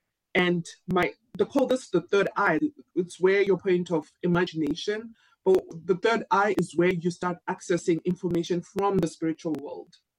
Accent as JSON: {"language": "English", "country": "Zimbabwe", "moved": "as an adult", "lives_now": "United States", "said": "I was my second year in the US. I'm from Zimbabwe. So I'm a college student in a foreign land."}